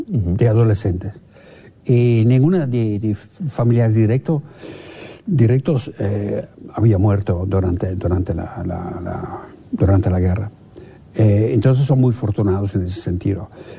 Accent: Netherlands; Yo creo que me siento aún holandés en todo sentido, pero entiendo perfectamente todo lo que pasa acá.

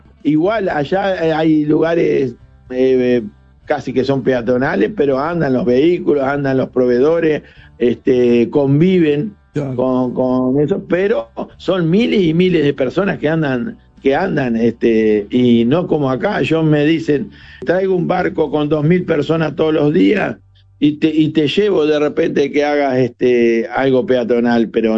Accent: Colonia del Sacramento, Colonia, Uruguay

